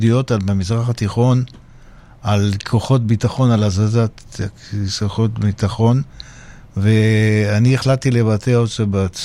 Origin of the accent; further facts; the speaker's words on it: Haifa, Haifa District, Israel; born there; וגם אני נולדתי בחיפה